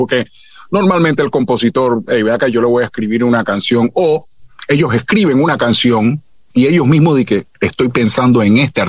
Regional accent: Panama; yo soy panameño y también produzco, así que méteme.

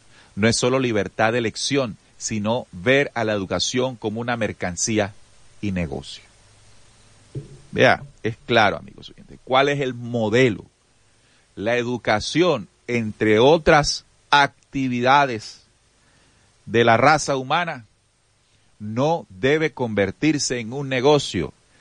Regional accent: Colombia; vivo en un Estado social y de derecho. Lo sé como colombiano.

